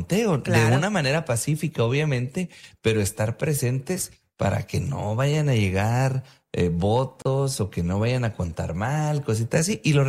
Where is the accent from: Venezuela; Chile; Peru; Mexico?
Mexico; porque es nuestra obligación como mexicanos garantizar que las elecciones sean transparentes, abiertas y legales.